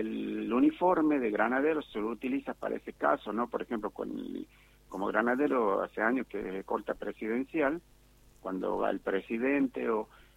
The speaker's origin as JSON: {"language": "Spanish", "country": "Argentina", "said": "Creo que ya que con eso ya nos conformamos nosotros como argentinos."}